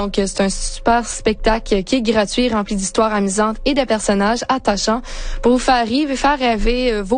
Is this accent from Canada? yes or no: yes; Moncton, New Brunswick, Canada; On dirait presque pas que je viens de Moncton, hein, quand ce que je parle en anglais.